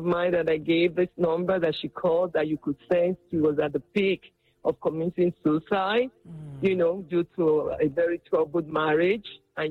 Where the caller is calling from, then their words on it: Champlin, Minnesota, United States; Now, I'm calling from Champlain, Minnesota.